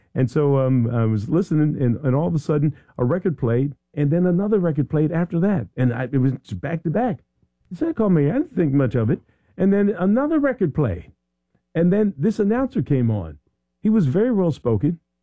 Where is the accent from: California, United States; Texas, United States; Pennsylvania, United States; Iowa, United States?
Pennsylvania, United States; Philadelphia; I'm from North Philly.